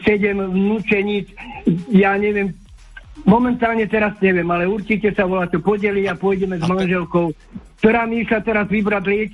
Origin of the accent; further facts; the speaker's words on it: Topoľčany, Nitra Region, Slovakia; Od Topolčian.